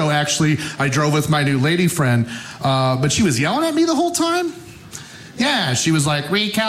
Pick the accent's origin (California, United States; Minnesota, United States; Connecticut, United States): Minnesota, United States; New Hope; now in Robbinsdale, United States; No one ever thinks New Hope, Minnesota. But yeah, I'm from New Hope. I live in Robbinsdale now, right on the edge of North Minneapolis, which is considered a dangerous area by some.